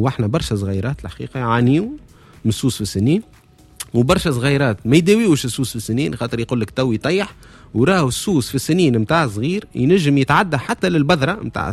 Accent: Sfax, Sfax Governorate, Tunisia; احنا من صفاقس

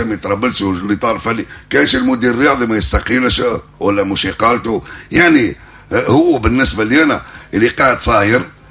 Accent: Tunisia; احنا بالنسبه لنا احنا كشعب تونسي احنا نشنزو كاس عالم

